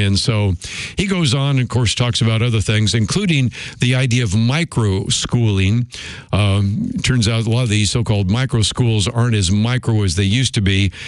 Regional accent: California, United States; and I grew up in the Bay Area, so I know this only so well

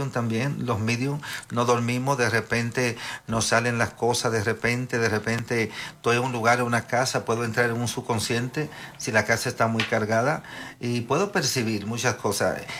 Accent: Netherlands; moved away; also born or lived in Dominican Republic; yo solamente nací allá, crecí en Holanda porque me llevaron muy chico a Europa. Y allá hice mi high school, el Mabo, que le dicen en holandés.

